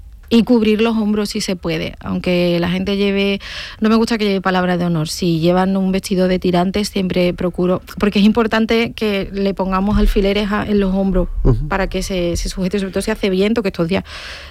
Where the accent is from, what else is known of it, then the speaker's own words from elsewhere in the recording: Santa Ana la Real, Andalusia, Spain; no estoy en mi pueblo, en Santa Ana la Real, y no me estoy arreglando para ir a la procesión.